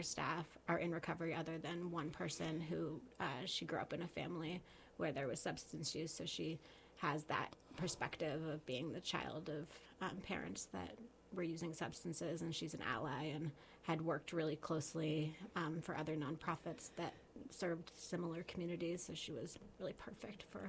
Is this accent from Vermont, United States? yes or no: yes; Worcester, Vermont, United States; And as I said, I grew up here in Vermont. I grew up right over near the Worcester Trailhead and spent a lot of time in nature, and was very tied into the Central Vermont community, having grown up here. I moved away for a lot of my young adulthood